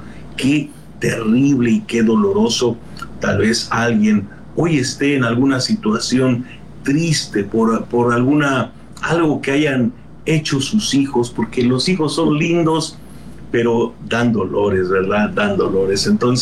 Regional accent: Mexico; somos los mexicanos muy dados a tener para cada situación un dicho o un refrán

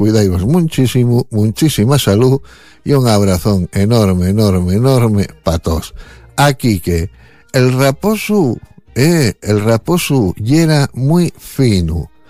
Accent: Gijón, Asturias, Spain; porque soy de Sixón

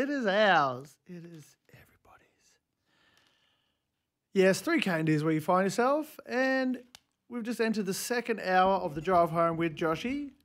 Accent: Queensland, Australia; I'm from Queensland, we'll go for Queensland.

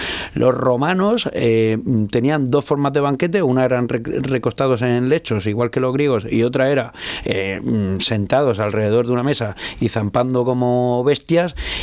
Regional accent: Region of Murcia, Spain; que yo vivo en el centro

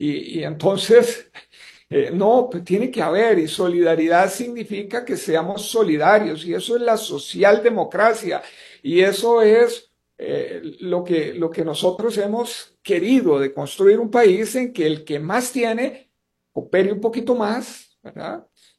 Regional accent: Costa Rica; yo me siento costarricense

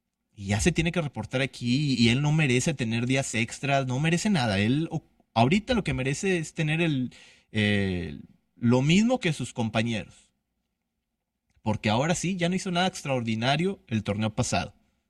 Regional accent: Mexico; Y si no alzamos la voz nosotros, que estamos aquí, nosotros que somos mexicanos, pues nadie lo va a hacer por nosotros.

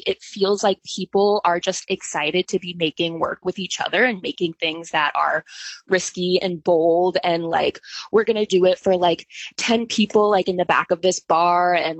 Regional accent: Brunswick, Maine, United States; moved away as an adult; also born or lived in Ithaca, New York / New York City; now in Chicago, United States; Yeah, I'm actually a recent Chicago transplant. I have only been here for about 2 years. I grew up in Maine. I moved kind of all around, but mostly Brunswick, Maine, which is like 20 minutes from Portland. Very coastal, but still kind of like very rural.

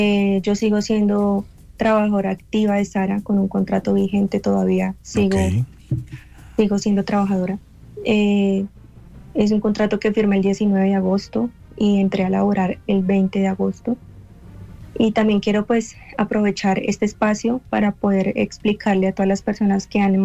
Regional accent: Ibagué, Tolima, Colombia; yo soy de Tolima, Ibagué. Ibagué, Tolima.

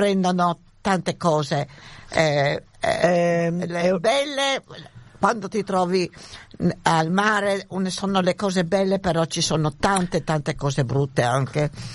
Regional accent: Trieste, Friuli-Venezia Giulia, Italy; now in Australia; io e con la mia famiglia sono venuta in Australia in quegli anni, purtroppo le cose non erano così speciali a Trieste quando io sono venuta qui, e allora oggi devo dire il mio paese, la mia città, Trieste, è la cosa più bella che io ho

